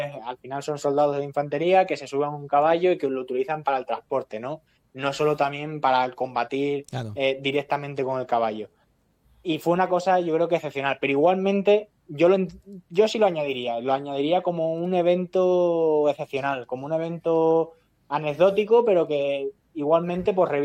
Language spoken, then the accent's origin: Spanish; Cáceres, Extremadura, Spain; Y bueno, en mi tierra, que en Cáceres, es que es muy normal ver a gente montando a caballo, es que es una cosa habitual.